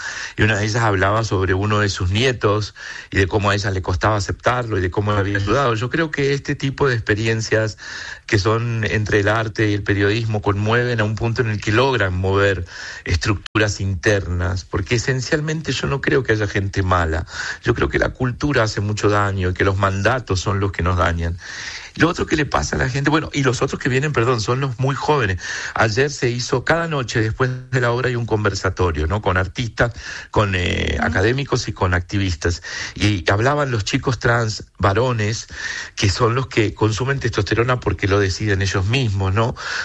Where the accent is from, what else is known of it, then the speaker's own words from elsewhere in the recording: La Unión, Los Ríos, Chile; born there; en Valdivia, que es a 80 kilómetros de donde yo nací, en La Unión